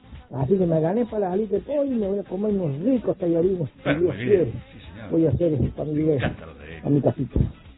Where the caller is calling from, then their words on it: Cuadro Venegas, Mendoza, Argentina; Hola, hola, buen día. … acá de Cuadro Venegas.